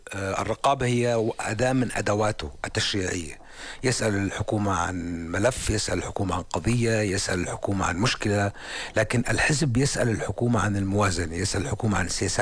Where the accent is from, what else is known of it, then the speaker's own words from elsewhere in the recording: Zarqa, Zarqa Governorate, Jordan; يعني أنا من الزرقاء، هناك 4 شباب من الزرقاء